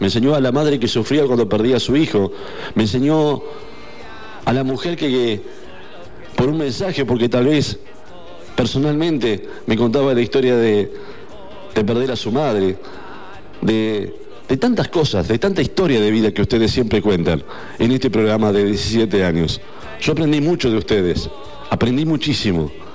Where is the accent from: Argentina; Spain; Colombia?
Argentina; Y que le demostramos que las Malvinas siguen siendo argentinas. Que soy muy orgulloso de ser argentino.